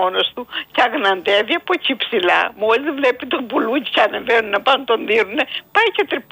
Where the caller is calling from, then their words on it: Greece; Εγώ σαν Ελληνίδα